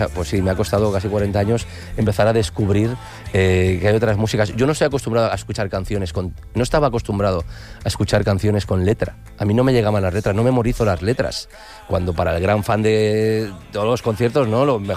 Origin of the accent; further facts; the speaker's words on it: Valencia, Valencian Community, Spain; venimos de Valencia, Naranjos, mi familia tenía tierras con Naranjos.